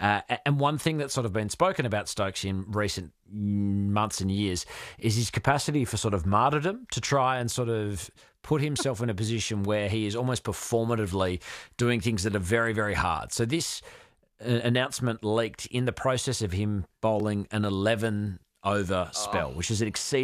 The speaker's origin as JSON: {"language": "English", "country": "Australia", "said": "Like, even as an Australian, like, it comes straight to the forefront of your mind"}